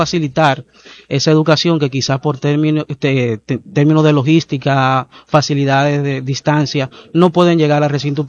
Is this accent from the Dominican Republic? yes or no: yes; La Vega, Dominican Republic; Yo soy nacido y criado aquí en La Vega.